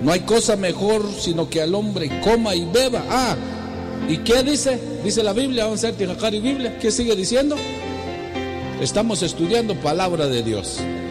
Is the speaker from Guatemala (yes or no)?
yes; Quetzaltenango, Guatemala; Yo crecí en Shela, 10 en Jnab, Shine Quetzaltenango.